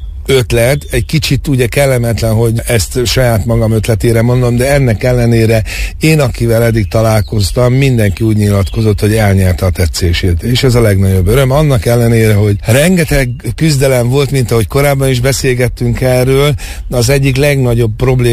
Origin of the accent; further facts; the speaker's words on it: Dámóc, Borsod-Abaúj-Zemplén, Hungary; De igazán az én Trianonhoz való viszonyomat az határozta meg, hogy annak idején a kert alján volt az országhatár szülőfalomba, Dámócon, és nagyon nehéz volt gyerekként megérteni